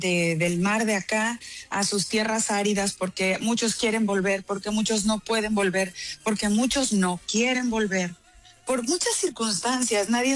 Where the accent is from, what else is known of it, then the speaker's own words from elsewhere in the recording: Mexico; somos mexicanos